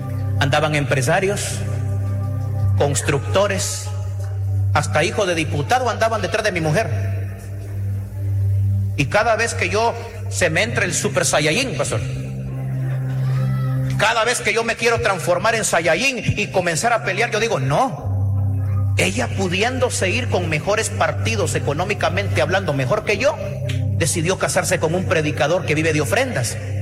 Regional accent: Nicaragua; now in Guatemala; no vio al nicaragüense que venía ahí buscando vida a Guatemala. … a un nicaragüense inmigrante que cantaba bonito

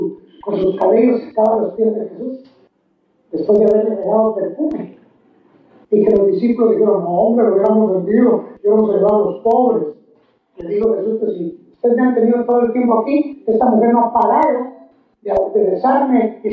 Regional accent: Guatemala; Fíjense que en mi país, Guatemala, usted quiere comer algo, solo tiene que hacer esto

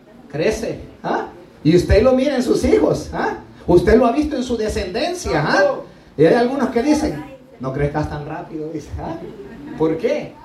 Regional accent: El Salvador; Soy originario de El Salvador, hermano.

